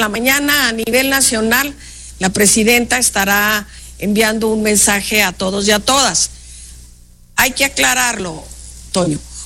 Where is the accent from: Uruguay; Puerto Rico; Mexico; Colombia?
Mexico; A mí de veras me avergüenza mucho como mexicana